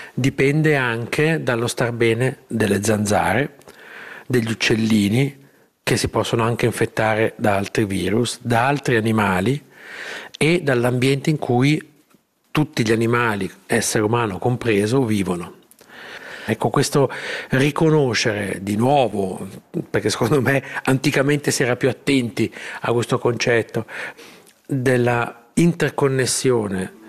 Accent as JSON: {"language": "Italian", "region": "Ticino", "country": "Switzerland", "said": "come ticinesi"}